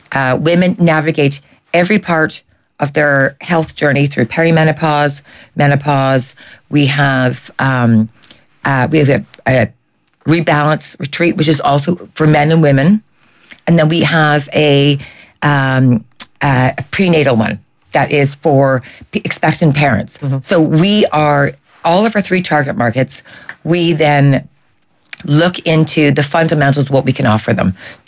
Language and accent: English; Canada; now in Ireland; I'm obviously not Irish, I'm Canadian, but moving over here